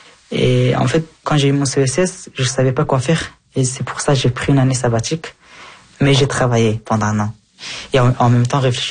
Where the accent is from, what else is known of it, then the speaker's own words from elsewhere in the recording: Afghanistan; now in Belgium; Oui, oui, j'ai eu ma nationalité depuis l'année passée. Je suis plus afghan maintenant, je suis Belge.